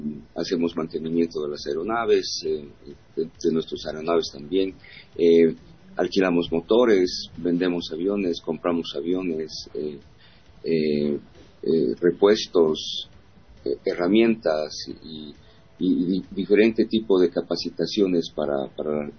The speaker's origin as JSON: {"language": "Spanish", "country": "Bolivia", "said": "soy boliviano y soy también patriota."}